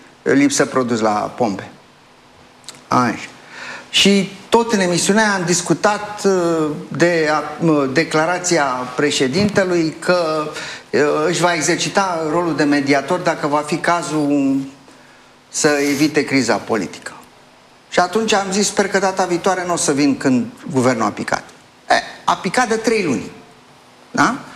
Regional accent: Gorj County, Romania; eu sunt din Gorj

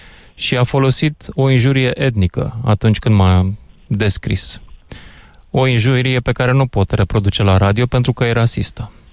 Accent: Romania; și eu sunt tot român.

